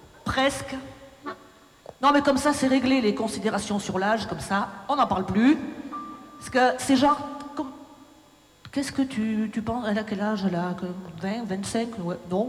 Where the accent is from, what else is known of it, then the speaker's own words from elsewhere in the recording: Aurillac, Auvergne-Rhône-Alpes, France; born there; moved away; Je suis née en 1972 à Aurillac, dans ce magnifique département du Cantal, où je reviens régulièrement voir toute ma famille.